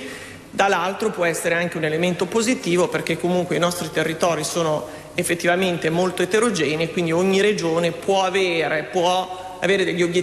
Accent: Ferrara, Emilia-Romagna, Italy; Vengo da Ferrara

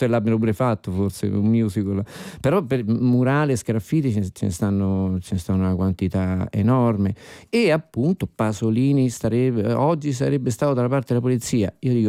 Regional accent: Lombardy, Italy; è friulano come io sono lombardo

